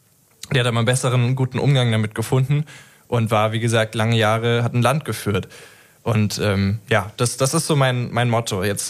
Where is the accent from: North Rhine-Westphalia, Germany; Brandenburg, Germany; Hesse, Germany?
Hesse, Germany; Idstein; ich komme aus Idstein. Rheingau ist, wie gesagt, das Internat. Ne? Ich bin gebürtig und geboren und mit Seele Idsteiner.